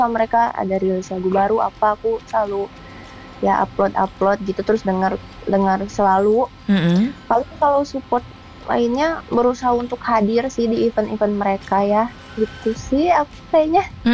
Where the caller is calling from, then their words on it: Ciamis, West Java, Indonesia; Aku dari Ciamis Kak